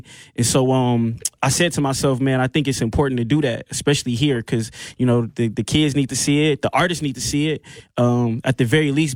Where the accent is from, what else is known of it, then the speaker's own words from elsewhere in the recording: Milwaukee, Wisconsin, United States; moved away as an adult; also born or lived in Memphis; I grew up on the north side.